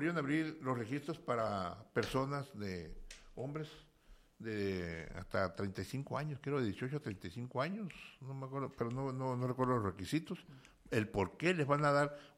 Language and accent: Spanish; Mexico